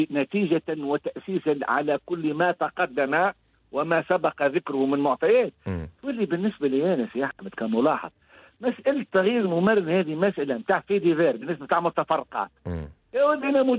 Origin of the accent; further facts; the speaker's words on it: Tunisia; أنا كتونسي